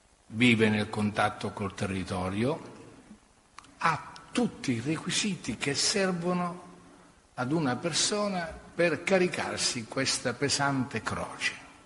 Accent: Sicily, Italy

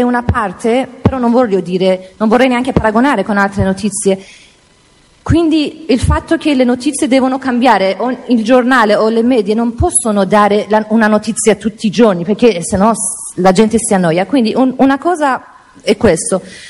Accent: Iran; Io non posso immaginarlo, perché da quando io, essendo iraniana, sono nata

